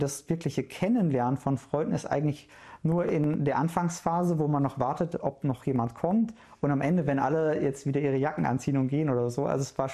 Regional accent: Duisburg, North Rhine-Westphalia, Germany; also born or lived in Essen / Düsseldorf; now in Dessau, Germany; Ich bin geboren in Essen, aber ich sage immer, ich komme aus Duisburg, weil ich meine ganze Schulzeit da verbracht habe. Die Blitzvariante wäre, ich bin in Essen geboren, in Duisburg aufgewachsen, habe in Mülheim Zivildienst gemacht.

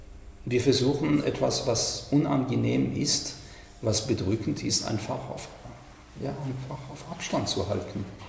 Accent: France; German is a second language

